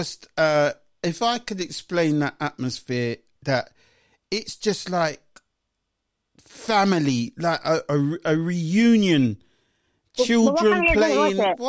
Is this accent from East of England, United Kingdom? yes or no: no; London, United Kingdom; I'm going to go to my hometown of Hacktown, Clapton, where I was born.